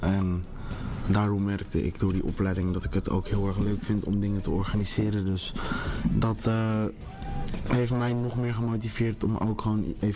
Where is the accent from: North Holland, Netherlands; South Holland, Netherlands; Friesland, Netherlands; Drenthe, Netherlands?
North Holland, Netherlands; Amsterdam; Ik ben 26 jaar en ik ben geboren getogen in Amsterdam.